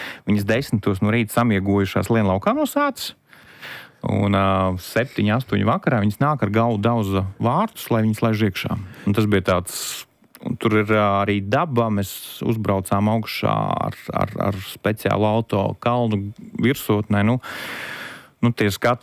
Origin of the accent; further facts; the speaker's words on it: Latgale, Latvia; es pats esmu no Latgales